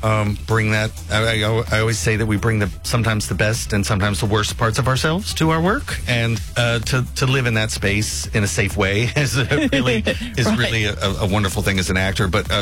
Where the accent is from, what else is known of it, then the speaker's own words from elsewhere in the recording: Atlanta, Georgia, United States; I'm from Atlanta